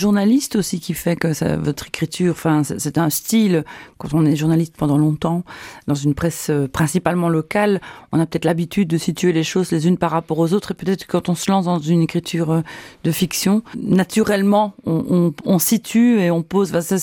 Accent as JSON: {"language": "French", "town": "Liège", "region": "Wallonia", "country": "Belgium", "said": "pas uniquement parce qu'on est liégeois."}